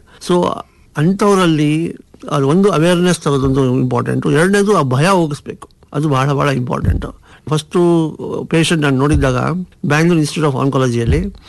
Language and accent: Kannada; Bengaluru, Karnataka, India; ಮೂಲತಃ ನಾನು ಬೆಂಗಳೂರವನು.